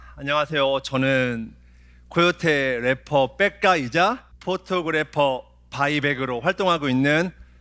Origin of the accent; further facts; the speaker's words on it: Itaewon, Seoul, South Korea; 저는 이제 그 당시 때 이태원이라는 동네 살았어요. 어릴 때부터. 근데 소위 좀 어려운 친구들